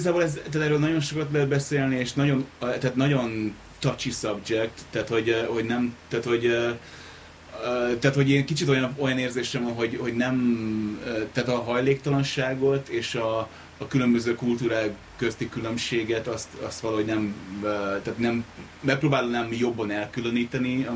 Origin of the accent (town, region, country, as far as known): Hungary